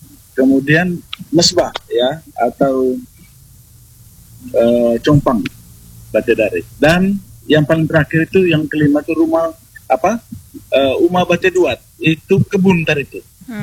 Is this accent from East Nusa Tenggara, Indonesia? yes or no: yes; East Nusa Tenggara, Indonesia; Kalau dalam budaya dan tradisi kami orang Manggarai.